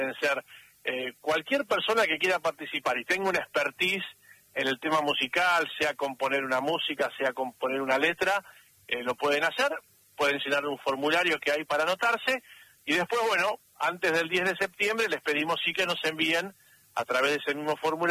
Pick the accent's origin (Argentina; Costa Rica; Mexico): Argentina; que nos identifique como pueblo, como iglesia, como argentinos